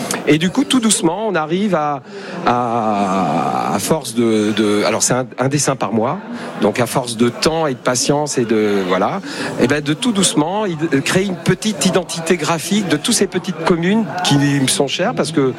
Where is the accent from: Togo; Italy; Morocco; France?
Italy; Et oui, alors je suis italien, je parle beaucoup, mais juste pour préciser, jeudi, je ramène la toile originale.